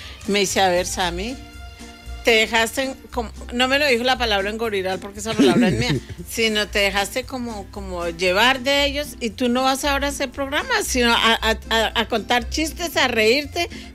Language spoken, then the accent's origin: Spanish; Colombia; tarotista colombiana.